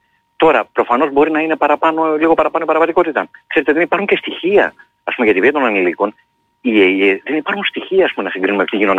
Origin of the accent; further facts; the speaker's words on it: Central Greece, Greece; Η καταγωγή μου είναι από τη Σερρέα Ελλάδα, Ρουμελιώτης.